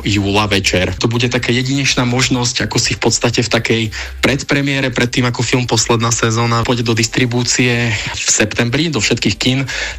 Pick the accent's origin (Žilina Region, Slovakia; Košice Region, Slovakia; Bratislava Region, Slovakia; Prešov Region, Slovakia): Košice Region, Slovakia; Michalovce; my obaja pochádzame z Michalovec